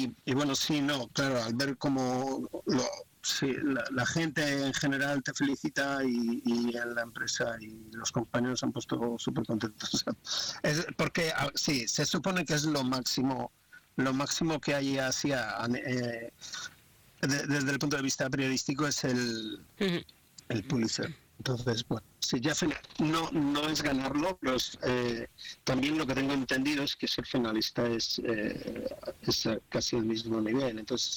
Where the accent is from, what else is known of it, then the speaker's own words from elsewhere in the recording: Valladolid, Castile and León, Spain; soy de Valladolid, me he criado en Valladolid, he vivido prácticamente toda la vida en Valladolid, he estudiado en la Escuela de Arte de Valladolid